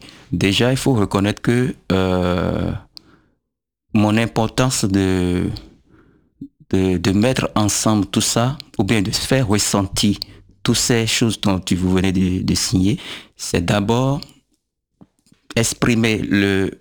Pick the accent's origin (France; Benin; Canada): Benin; Abomey, Zou; born or raised there